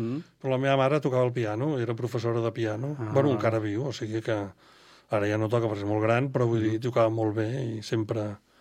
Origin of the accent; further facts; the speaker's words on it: Barcelona, Catalonia, Spain; Vaig néixer a Barcelona i he viscut a fora per estudis i tal, però sí, sóc de Barcelona i visc a Barcelona.